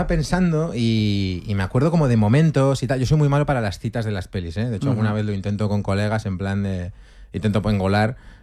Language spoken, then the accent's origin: Spanish; Pamplona, Navarre, Spain; now in Madrid, Spain; yo soy de Pamplona.